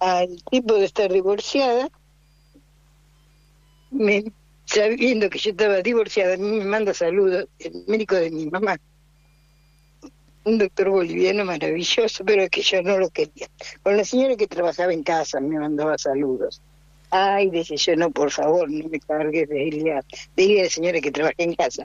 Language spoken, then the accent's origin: Spanish; Chacabuco, Buenos Aires Province, Argentina; A vos te voy a notar, soy de Chacabuco.